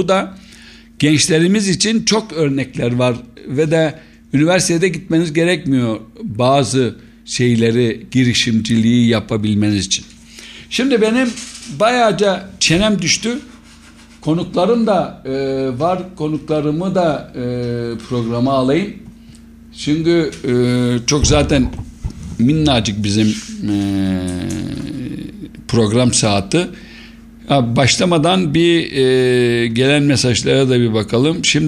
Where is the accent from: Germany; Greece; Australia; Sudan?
Greece; Eastern Macedonia and Thrace; Kozikepir Belediyesi gerçekten büyük bir belediye, 58 köy. Bir de en önemlisi de ben de o belediyedenim. Bizim orada daha uzaklardan görünen Üç Kazlar Köyü benim köyüm.